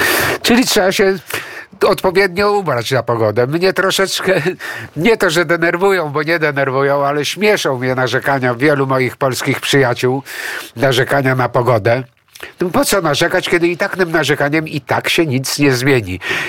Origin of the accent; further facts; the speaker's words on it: Greece; now in Poland; ja jestem Grekiem, ale jestem obywatelem polskim.